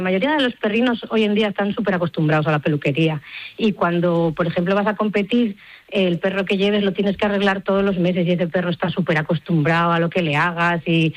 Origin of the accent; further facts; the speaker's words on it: Asturias, Spain; also born or lived in Barcelona; yo soy de Asturias, pero acabé viviendo en Barcelona